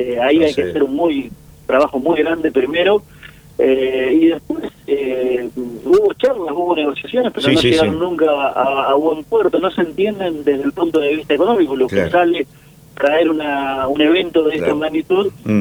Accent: Santa Fe, Argentina; Y como santafesino, trabajando para la empresa, que es una empresa de Buenos Aires, una empresa nacional, disfrutar de hacerlo en mi casa.

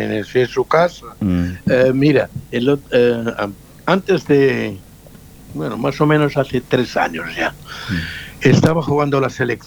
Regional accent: Catalonia, Spain; no soy gallego, soy catalán.

